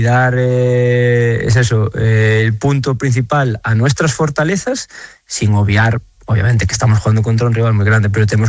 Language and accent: Spanish; Galicia, Spain